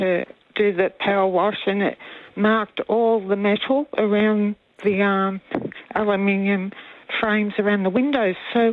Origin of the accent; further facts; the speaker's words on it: Burpengary, Queensland, Australia; Oh, hi, I'm from Burpengary, Queensland. Love your show.